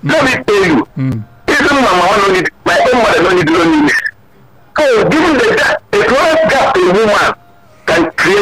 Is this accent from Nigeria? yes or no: yes; Lagos, Nigeria; No. I'm from Lagos.